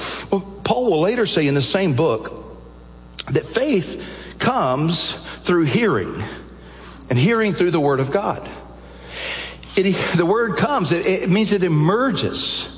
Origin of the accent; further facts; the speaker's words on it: Alabama, United States; I'd heard the gospel. I was growing up in Alabama. I mean, you can't miss it. There's churches everywhere.